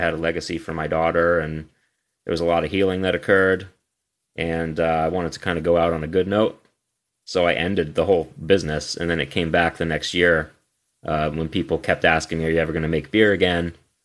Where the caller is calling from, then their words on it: Beverly, Massachusetts, United States; I'm calling from Beverly, Massachusetts